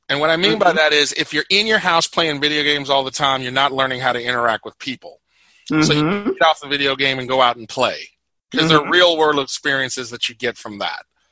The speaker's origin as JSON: {"language": "English", "town": "Chicago", "region": "Illinois", "country": "United States", "said": "I'm sitting here as a Chicagoan from the south side of Chicago"}